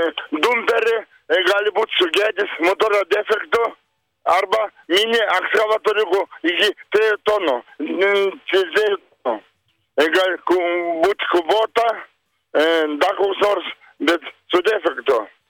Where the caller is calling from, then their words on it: Ukmergė, Vilnius County, Lithuania; Aš iš Ukmergės.